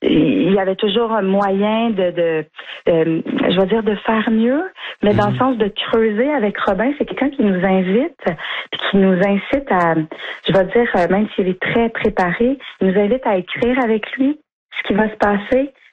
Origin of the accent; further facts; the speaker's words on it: Danville, Quebec, Canada; c'est qu'on a tourné dans mon village natal. Danville. La série a été en partie tournée à Danville. Puis moi, je viens de là. Toute ma famille est encore là.